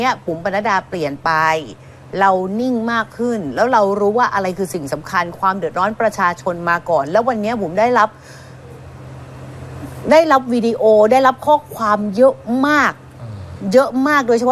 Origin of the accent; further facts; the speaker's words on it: Ban Pho, Chachoengsao, Thailand; ดิฉันเป็นคนบ้านโพตำบลดอนทรายอำเภอบ้านโพจังหวัดฉะเชิงเทรา